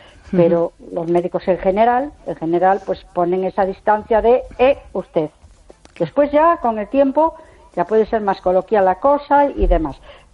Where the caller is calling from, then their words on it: A Coruña, Galicia, Spain; de La Coruña.